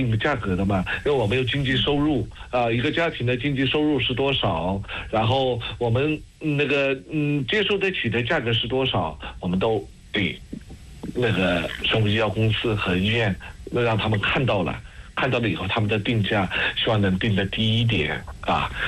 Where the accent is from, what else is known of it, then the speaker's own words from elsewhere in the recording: China; 我们中国人口的基数大